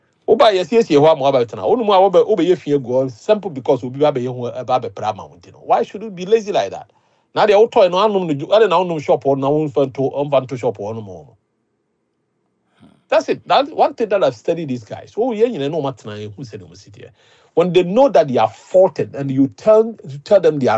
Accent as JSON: {"language": "English", "country": "Ghana", "said": "I'm a Ghanaian, I'm Ghanaian."}